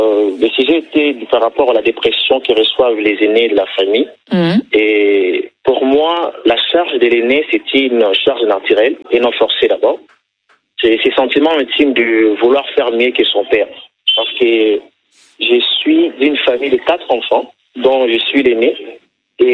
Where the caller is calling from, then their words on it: Kisangani, Tshopo, DR Congo; je suis de Kisangani.